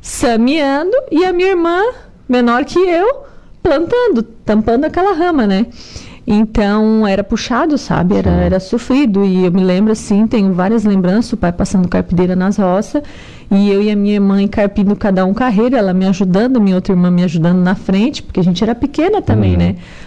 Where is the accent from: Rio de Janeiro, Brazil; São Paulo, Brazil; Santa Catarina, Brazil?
Santa Catarina, Brazil; Araranguá; eu nasci e me criei em Araranguá, né, no bairro Morro do Pronto, Espigão. Meus pais, né, são agricultores